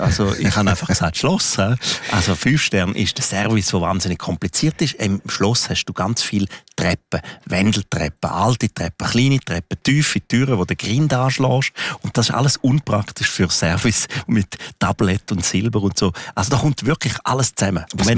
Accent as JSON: {"language": "German", "region": "Graubünden", "country": "Switzerland", "tie": "born or raised there", "said": "Engadin ist meine Heimat."}